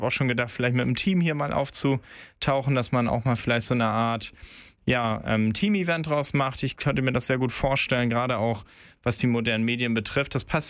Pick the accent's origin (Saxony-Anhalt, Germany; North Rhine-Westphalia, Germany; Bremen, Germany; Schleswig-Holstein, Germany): Schleswig-Holstein, Germany; Brunsbüttel; Als gebürtiger Brunsbüttler